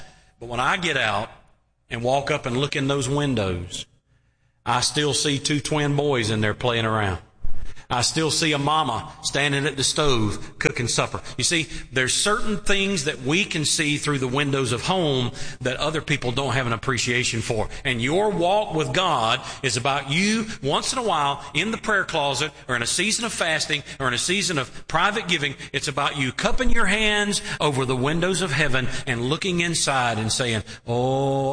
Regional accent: Colquitt, Georgia, United States; But I've gone home before to Colquit

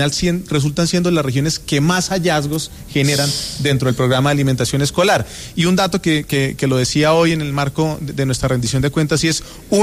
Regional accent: Vélez, Santander, Colombia; Sí, sí, me gusta el chiste. Me sé coplas porque yo soy de Vélez, Santander, de la provincia de Vélez.

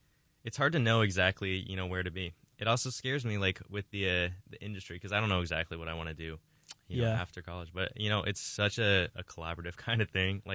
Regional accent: Colorado Springs, Colorado, United States; I'm from Colorado Springs, Colorado.

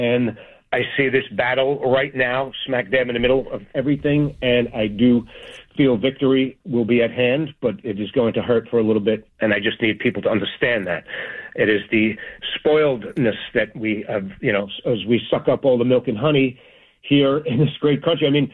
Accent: New York City, New York, United States; I am going to miss my hometown of Staten Island because I'm there every year in the parade, small town USA.

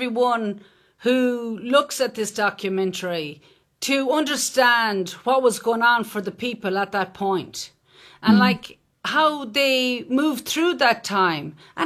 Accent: Ireland; like, as an Irish person, we've gone all over the world, you know

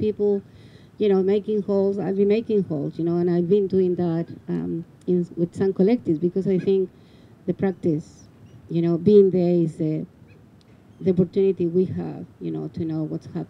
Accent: Chile; English is a second language; I'm an indigenous from Chile, from the Mapuche land, as we call it, Wall Mapu, as people know it as Chile, and Argentina.

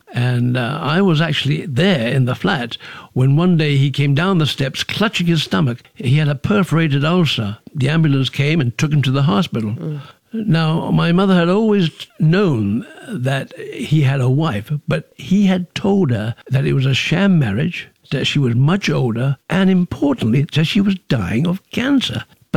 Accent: United Kingdom; She sent me to a boarding school in England when I was 8, and I became very independent. I grew up in Britain, where there was a sort of social revolution

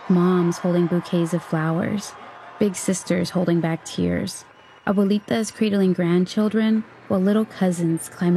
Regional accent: California, United States; I grew up in the Central Valley as well, just a couple hours north.

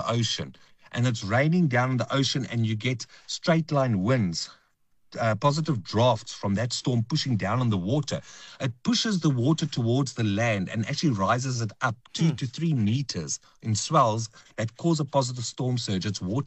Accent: George, Western Cape, South Africa; I grew up in wilderness in George.

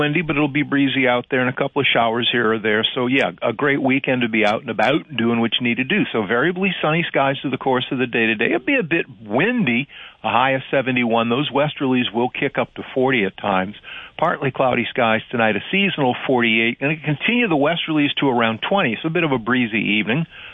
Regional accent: Louisiana, United States; Grew up in that part of the world where you know it's a blessing to be a Cajun.

